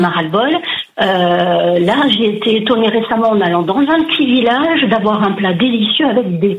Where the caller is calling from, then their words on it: Provence-Alpes-Côte d'Azur, France; Je vous appelle des Alpes-Maritimes, pas loin de Grasse.